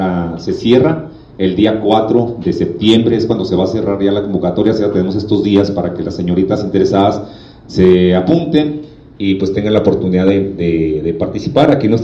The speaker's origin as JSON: {"language": "Spanish", "country": "Mexico", "said": "gracias por ayudarnos a enlazarnos a lo que nos une como mexicanos en este mes próximo ya de las fiestas patrias."}